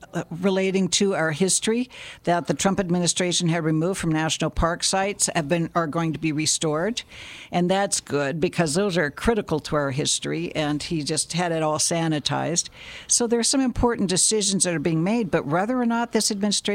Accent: United States; But some depends on our awareness as the American electorate.

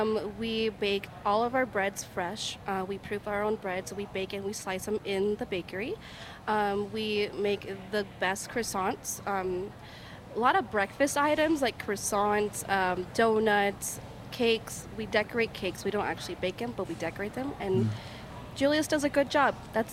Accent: Deming, New Mexico, United States; But I really appreciated growing up in Deming because I grew up, like, riding bikes.

